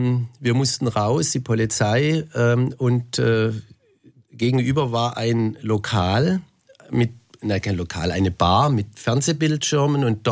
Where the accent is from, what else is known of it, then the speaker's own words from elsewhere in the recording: Heilbronn, Baden-Württemberg, Germany; Wir sind ja als Kinder in Heilbronn und hier im ganzen süddeutschen Raum mit den Amerikanern aufgewachsen.